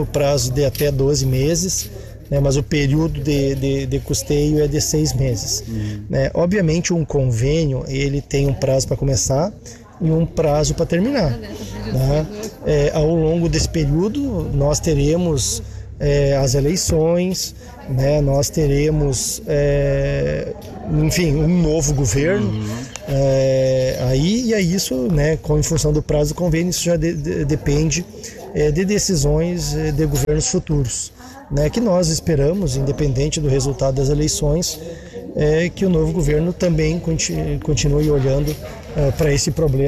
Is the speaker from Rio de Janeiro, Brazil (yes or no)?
no; Santa Maria, Rio Grande do Sul, Brazil; also born or lived in Dona Francisca; eu sou nascido e criado em Santa Maria